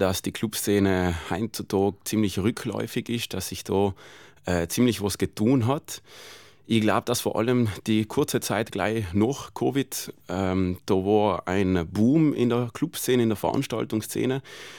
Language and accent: German; Trentino-Alto Adige, Italy; sei es weltweit, aber auch da bei uns in Südtirol ist das ein sehr männerdominierter Job.